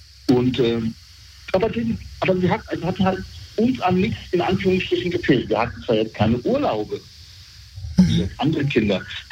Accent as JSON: {"language": "German", "town": "Bad Soden am Taunus", "region": "Hesse", "country": "Germany", "tie": "born or raised there", "said": "wir sind in Bad Soden am Taunus groß geworden"}